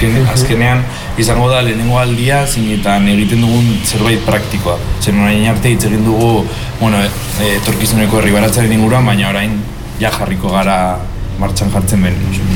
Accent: Pamplona, Navarre, Spain; Ba, bueno, pues, Mendillorrikoak gara, Mendillorriozokoak

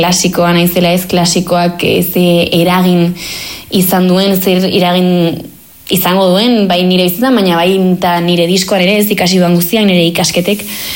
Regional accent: Basque Country, Spain; first language Basque; Nik abestiak euskeraz idazten dut, euskeraz bizi naizelako, euskeraz ikasi dut, jaio naiz, eta hala ateratzen zait

